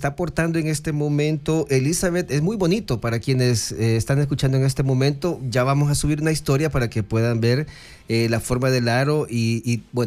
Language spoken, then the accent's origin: Spanish; El Salvador; como decimos nosotros como buen salvadoreño